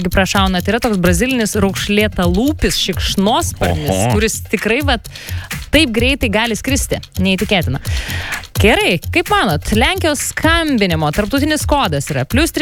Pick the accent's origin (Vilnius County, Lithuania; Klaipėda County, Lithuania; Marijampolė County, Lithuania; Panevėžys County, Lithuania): Panevėžys County, Lithuania; Pasvalys; Ne, aš iš Pasvalio.